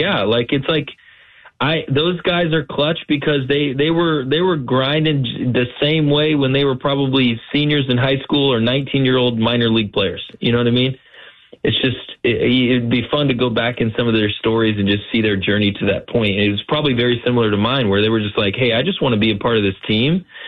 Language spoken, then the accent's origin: English; Illinois, United States; I'm from Illinois